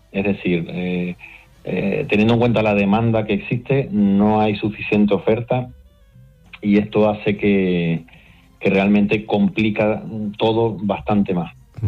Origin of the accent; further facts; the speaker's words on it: Puerto de la Cruz, Canary Islands, Spain; yo soy de Puerto de la Cruz